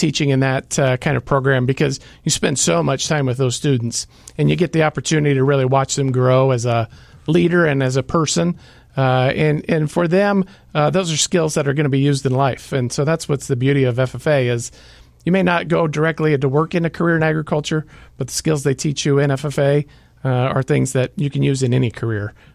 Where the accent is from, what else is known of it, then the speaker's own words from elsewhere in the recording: Farmington, Illinois, United States; I grew up in Farmington, Illinois, so I was a Farmington farmer.